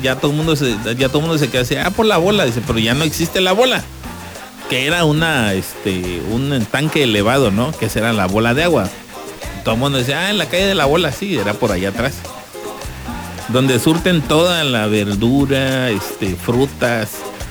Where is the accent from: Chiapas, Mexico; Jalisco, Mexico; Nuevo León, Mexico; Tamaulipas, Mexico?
Chiapas, Mexico; Tapachula; los que somos aquí oriundos de Tapachula, pues nos gusta vivir aquí, nos gusta la ciudad, nos gusta el calor, aunque digamos, ay, harto calor aquí. Ya nacimos aquí, muchachos.